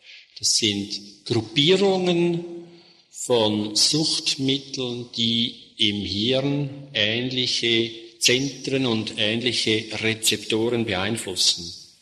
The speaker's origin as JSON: {"language": "German", "country": "Switzerland", "said": "Bei uns in der Schweiz gibt es eine ganze Palette, hier wahrscheinlich auch, 10, 15 Markenpräparate."}